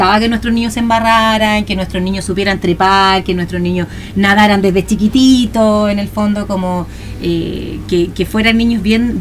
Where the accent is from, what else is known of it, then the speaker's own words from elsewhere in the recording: Paine, Santiago Metropolitan Region, Chile; que somos los dos de Paine